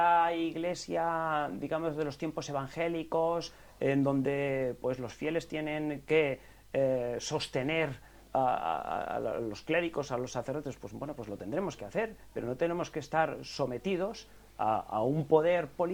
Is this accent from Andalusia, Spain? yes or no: no; Catalonia, Spain; Yo vengo de Cataluña, en donde esto lo observamos día tras día.